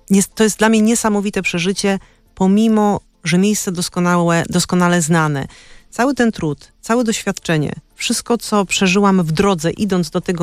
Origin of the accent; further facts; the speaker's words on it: Częstochowa, Silesian Voivodeship, Poland; Ja tak o te Częstochowe pytam nie bez kozery, bo jestem sama częstochowianką, co też powoduje, że z jednej strony Jasna Góra jest jak mój drugi dom, tak?